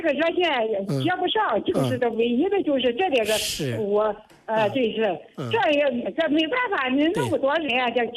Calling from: Lianyungang, Jiangsu, China; 我是连云港的呢。

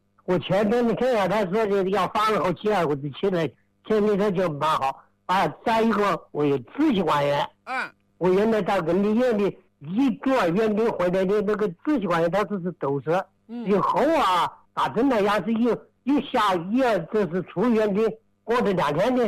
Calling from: Tianmen, Hubei, China; 我天门的济宁村。

